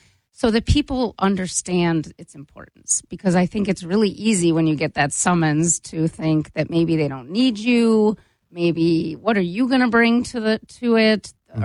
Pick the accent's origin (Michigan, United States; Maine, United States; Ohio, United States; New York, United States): Ohio, United States; Cleveland; now in Wisconsin, United States; I served on a jury in in my hometown of Cleveland.